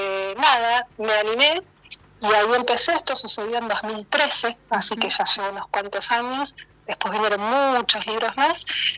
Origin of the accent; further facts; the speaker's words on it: Buenos Aires Province, Argentina; moved away as an adult; also born or lived in Sweden; now in Córdoba, Argentina; Yo llegué a Córdoba, soy de provincia de Buenos Aires, mi padre era noruego, mi madre argentina. Me vine a estudiar a Córdoba